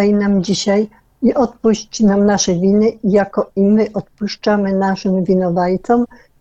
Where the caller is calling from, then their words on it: Warsaw, Masovian Voivodeship, Poland; Z Warszawy.